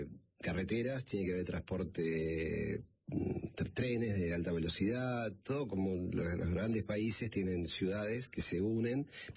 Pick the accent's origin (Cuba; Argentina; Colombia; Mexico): Argentina; now in Pilar, Argentina; este es un país muy grande el nuestro y hermoso.